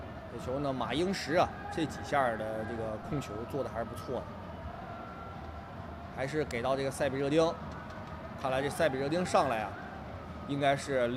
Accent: Northeast China, China; accent: Northeastern dialect; 咱们东北话讲叫玻璃盖

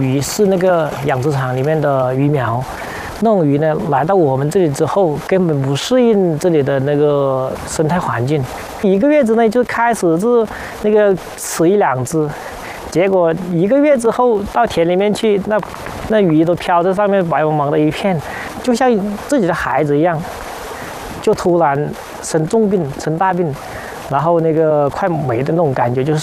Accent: China; born or raised there

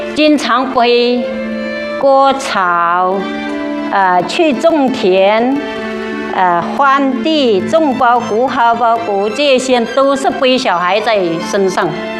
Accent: Guizhou, China; 这只大蝴蝶就代表我们水族儿女长大在这它的保护下

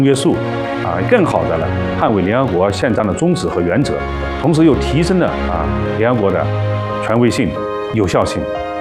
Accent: China

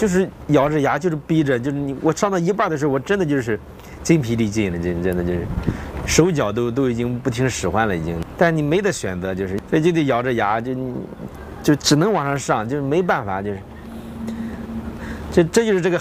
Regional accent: China; 这是我们中国人最有仪式感的事情了

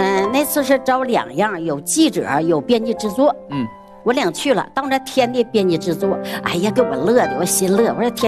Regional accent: Qiqihar, Heilongjiang, China; ，我是从黑龙江省齐齐哈尔来的。

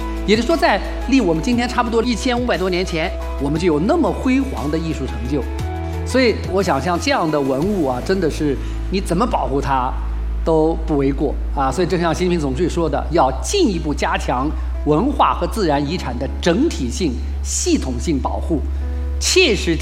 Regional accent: China; 我们作为一个中国人

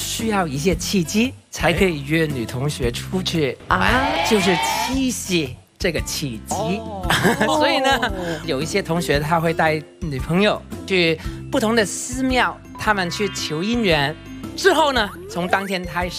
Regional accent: Hong Kong; 我来自中国香港

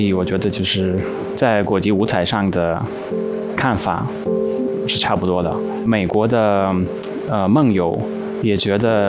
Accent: Russia; 因为我们是俄罗斯人，

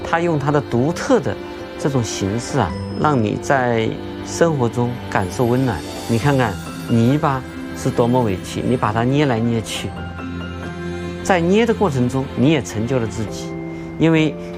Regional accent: Jingdezhen, Jiangxi, China; 我们家乡也通上了高铁啊，这是让景德镇特别开心的事情。

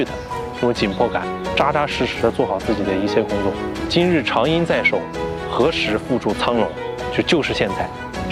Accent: Dawu, Hubei, China; moved away; 因为我的老家是湖北大武，然后那边有一个纪念馆

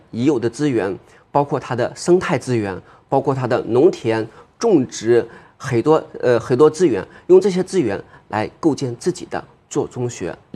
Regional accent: Shanxi, China; moved away; 山西省，哎，某个县，就是我老家某个县

